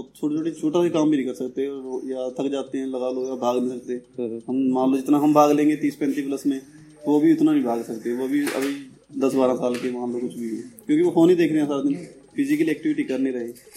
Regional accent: Teja Mohri, Haryana, India; और मैं इस मोड़ी गाँव का निवासी हूँ। मेरी 30+ एज होगी

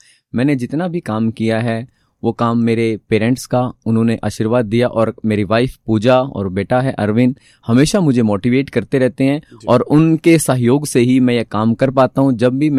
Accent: Landa, Haryana, India; जी, मैं अम्बाला के नियर गांव लंढा जो अम्बाला डिस्ट्रिक्ट में ही है वहाँ पे जन्म हुआ और मेरी स्कूलिंग मेरे गांव में ही 10th का स्कूल है वहाँ से हुई है।

